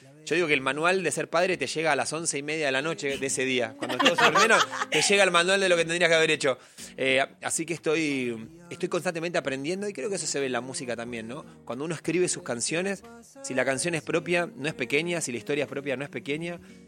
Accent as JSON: {"language": "Spanish", "country": "Argentina"}